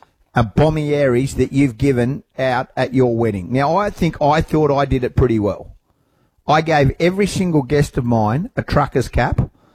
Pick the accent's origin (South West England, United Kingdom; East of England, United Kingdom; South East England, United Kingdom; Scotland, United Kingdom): Scotland, United Kingdom; I'm Scottish.